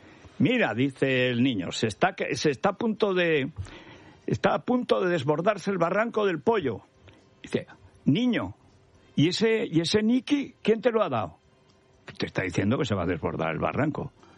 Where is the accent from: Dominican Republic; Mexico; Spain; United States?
Spain